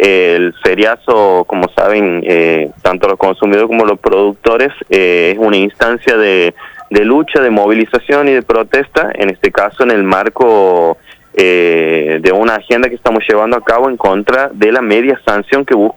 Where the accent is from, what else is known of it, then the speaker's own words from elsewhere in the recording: Argentina; pero en sí como ciudadanos argentinos a todos los espacios